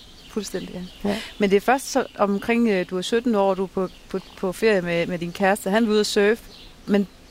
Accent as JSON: {"language": "Danish", "area": "Tåsinge", "region": "Region of Southern Denmark", "country": "Denmark", "tie": "born or raised there", "said": "det, min hjemstavn"}